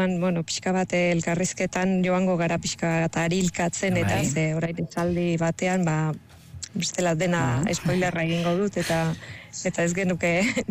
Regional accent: Nouvelle-Aquitaine, France; baina Lapurdikoa naiz, eta han beti izan dira piratak eta kortsarioak

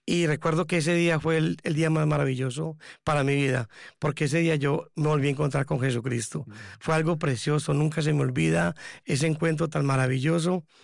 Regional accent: Medellín, Antioquia, Colombia; moved away as an adult; now in Basque Country, Spain; yo soy colombiano, de Medellín, y llevo aquí unos 18 años en el País Vasco.

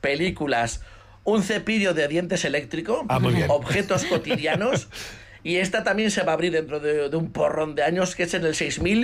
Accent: Altsasu, Navarre, Spain; en mi pueblo, en Altsasu

